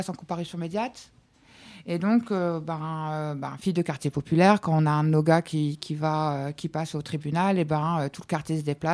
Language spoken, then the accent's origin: French; Amiens, Hauts-de-France, France; moi, je suis amiénoise.